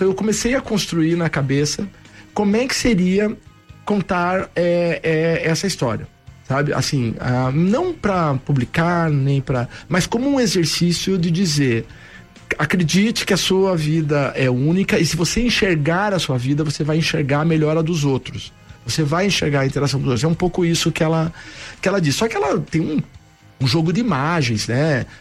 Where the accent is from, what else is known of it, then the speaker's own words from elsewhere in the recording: Curitiba, Paraná, Brazil; daquela casa no Lindóia, que para mim é um bairro muito simbólico, de Curitiba, lógico, que eu nasci na Vila Cubas, depois a família toda no Novo Mundo, que a gente era todos os vizinhos ali